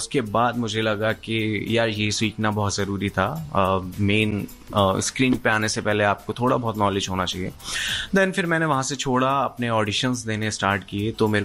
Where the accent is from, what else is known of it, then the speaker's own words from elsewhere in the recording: Aligarh, Uttar Pradesh, India; also born or lived in Delhi; now in Mumbai, India; मैं अलीगढ़ से हूँ तो उतना ज़्यादा कुछ ऐसे क्रेज़ है नहीं वहाँ पे। देन फिर मैं दिल्ली आया, मैंने थिएटर किया। फिर 2022 में मैं मुंबई आया।